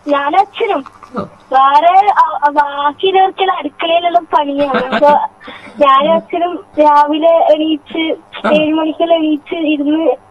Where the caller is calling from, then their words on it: Perumbadavu, Kerala, India; ഞാൻ കല്ലൂരിൽ പെരുമ്പടവ്.